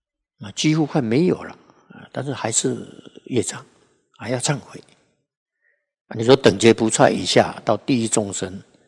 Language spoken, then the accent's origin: Chinese; China; 就是我们中国人讲改过的意思